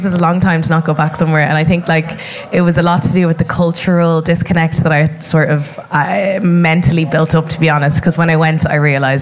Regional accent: Zimbabwe; born there; first language Shona; English is a second language; moved away; reunite with family and see Zimbabwe again, and get the opportunity to speak in my mother tongue, Shona.

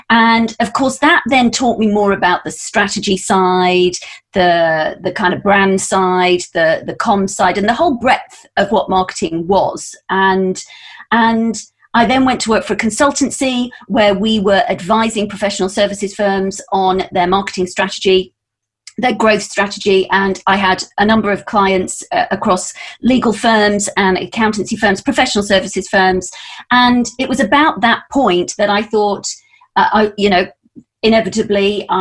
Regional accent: North West England, United Kingdom; moved away as an adult; now in London, United Kingdom; And I came from Lancashire to London to work for Saatchi's back in the early 90s, actually.

